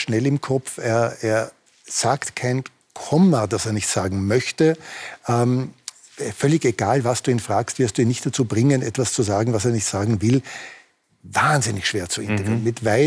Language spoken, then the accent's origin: German; Innsbruck, Tyrol, Austria; im Olympischen Dorf in Innsbruck in einer Baugrube, wo ich aufgewachsen bin.